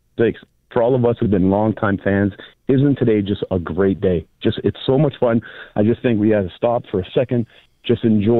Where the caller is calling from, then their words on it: Ontario, Canada; I'm Canadian.